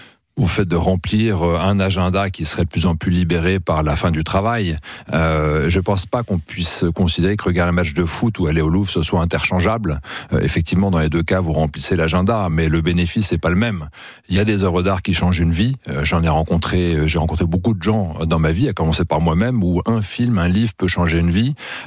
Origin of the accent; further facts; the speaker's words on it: France; On est français